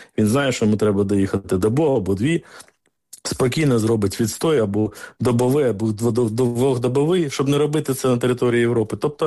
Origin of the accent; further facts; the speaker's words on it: Kherson, Kherson Oblast, Ukraine; ніхто не застрахований сьогодні ні в Мукачево, ні в моєму рідному Херсоні, ні в Харкові, ні в Сумах, ні в Києві